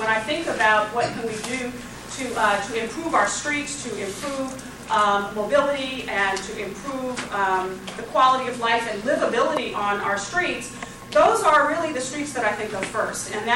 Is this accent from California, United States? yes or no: yes; Los Angeles, California, United States; I was born and raised in South LA and have seen how the lack of planning, poor planning, and just evil planning has done really horrible things to the community that I grew up